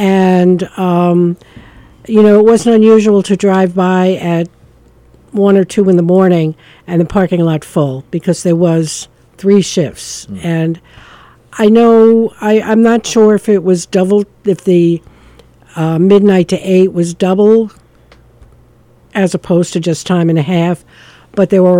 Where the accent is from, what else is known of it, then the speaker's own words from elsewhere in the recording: New York City, New York, United States; moved away as an adult; I was originally from New York City